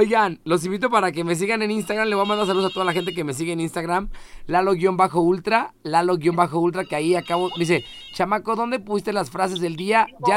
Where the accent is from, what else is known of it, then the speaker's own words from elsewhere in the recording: Calpan, Puebla, Mexico; Les mando un saludo a mi tierra de Calpan, maravillosa